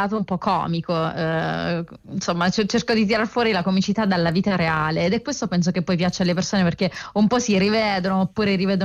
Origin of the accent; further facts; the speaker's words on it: Catania, Sicily, Italy; now in Milan, Italy; Allora, io sono siciliana, okay. Catania.